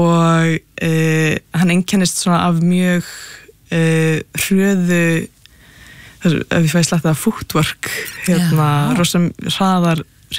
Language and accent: Icelandic; Capital Region, Iceland; Nei, ég er ættu að vestan ég úlst upp bara hérna bara á höfbrugarsveðinu sko.